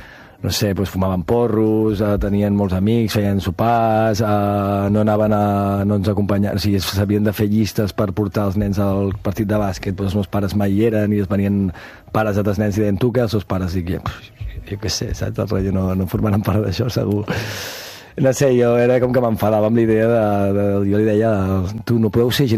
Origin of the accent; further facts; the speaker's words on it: Verges, Catalonia, Spain; Jo sóc fill de Verges.